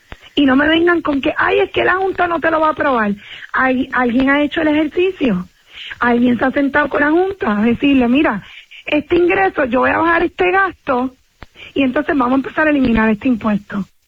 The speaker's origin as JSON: {"language": "Spanish", "country": "Puerto Rico", "said": "todo el mundo estaba celebrando que somos boricuas."}